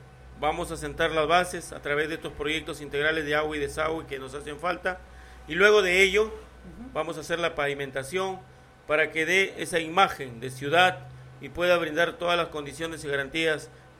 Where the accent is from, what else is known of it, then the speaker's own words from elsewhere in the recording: Peru; nuestro Estado peruano, es bastante burocrático.